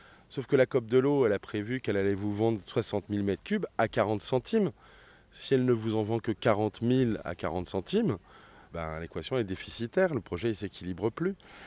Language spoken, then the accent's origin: French; Beauvais, Hauts-de-France, France; born there; Je suis né à Beauvais